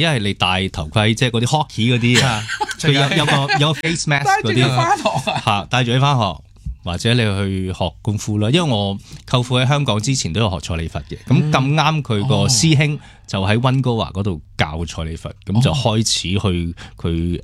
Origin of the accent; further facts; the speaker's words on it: Canada; moved away; 加拿大出世，